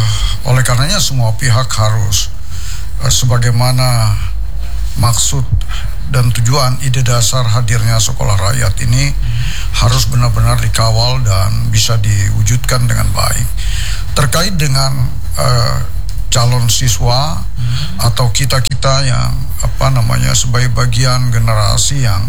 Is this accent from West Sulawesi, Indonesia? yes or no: no; South Kalimantan, Indonesia; saya orang Hulu, ya hidup dengan kegetiran ekonomi, orang tua orang petani, nelayan, ibu hanya pedagang penjual wadai.